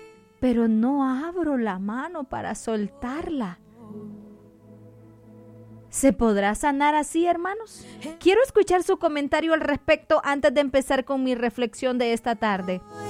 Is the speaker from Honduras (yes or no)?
yes; Yauyupe, El Paraíso, Honduras; el pueblo más bonito de Honduras, Yauyupe. Sí, es que de ahí soy yo.